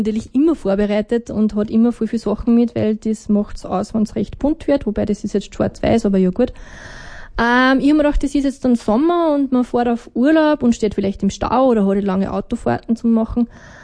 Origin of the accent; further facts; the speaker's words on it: Vöcklabruck, Upper Austria, Austria; aber natürlich Vöcklabruck, meine alte Heimat, auch mit eingebunden.